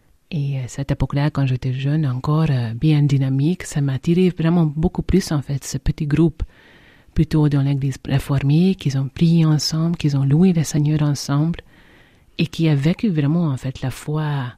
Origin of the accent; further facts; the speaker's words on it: Hungary; accent: very mixed; French is a second language; now in France; je suis la seule catholique dans ma famille. Et mes deux frères, ils sont tous les deux réformés. Et quand j'ai grandi plutôt en Hongrie, dans un régime communiste